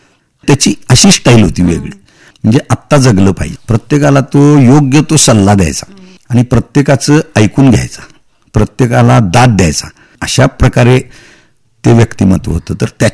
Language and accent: Marathi; Sangli, Maharashtra, India